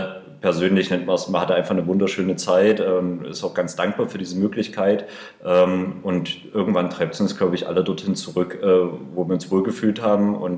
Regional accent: Frohburg, Saxony, Germany; also born or lived in Jena; now in Leipzig, Germany; Ich bin im Ortsteil von Frohburg groß geworden, habe dann verschiedene Stationen durchlaufen, war eine ganze Weile in Jena, wohne ja jetzt auch in Leipzig.

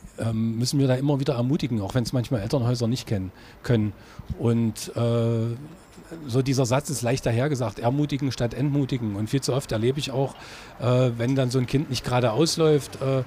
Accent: Halle, Saxony-Anhalt, Germany; Ich bin in Halle-Neustadt so aufgewachsen, war ein Akademikerkind und in meinem Block, da wohnten viele, viele Arbeiterkinder

